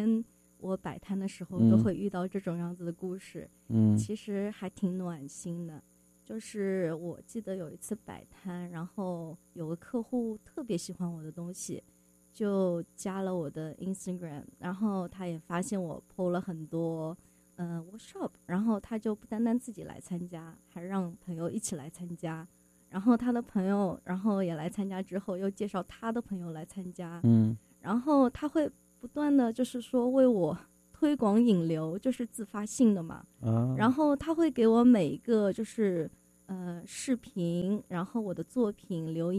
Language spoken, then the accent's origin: Chinese; China; 因为我成长在中国